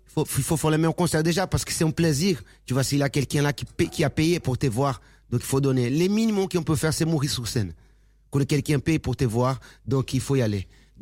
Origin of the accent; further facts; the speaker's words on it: Brazil; French is a second language; moved away; c'est seulement parce que je viens de Brésil?